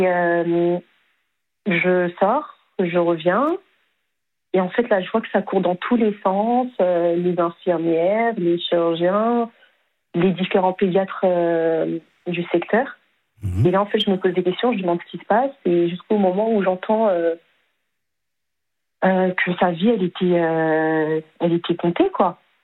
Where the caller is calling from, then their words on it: Paris, Île-de-France, France; Paris, d'accord. 20e, j'habite. J'habite vraiment juste à côté.